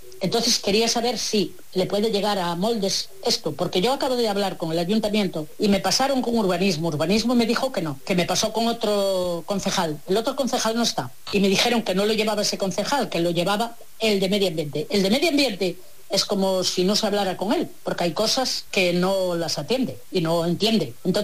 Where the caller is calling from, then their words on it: Rexó, Galicia, Spain; Yo soy de Rexó y vivo en Rexó.